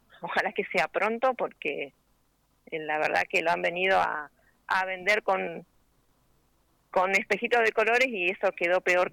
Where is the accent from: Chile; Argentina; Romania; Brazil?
Argentina; Comandante Luis Piedra Buena, Santa Cruz